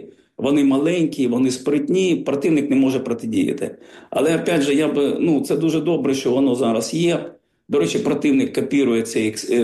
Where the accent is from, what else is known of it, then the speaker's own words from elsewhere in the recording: Sevastopol, Ukraine; я згадую, наприклад, початок 90-х, я сам з Севастополя, з Криму